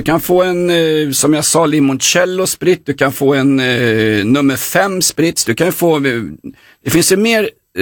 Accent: Sweden; Jag är svensk.

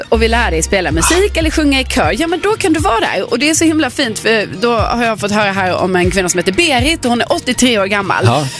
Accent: Lund, Skåne, Sweden; Det fanns i Lund där jag växte upp. Och då gick jag ju där på Kulturskolan i Lund

